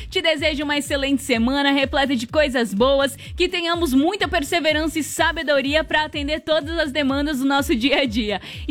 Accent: Brazil; enquanto brasileiro e também chapecoense.

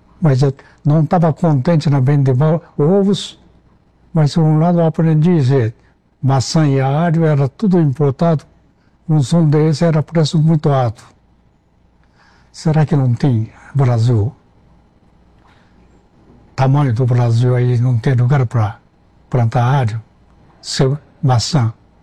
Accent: Japan; Portuguese is a second language; now in Brazil; Era, quando eu saí de Japão, estava empregado já garantido.

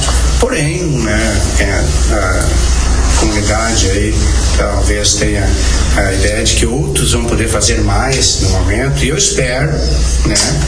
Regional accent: Rio Grande do Sul, Brazil; now in Venâncio Aires, Brazil; e não quero fugir da responsabilidade como brasileiro, como gaúcho

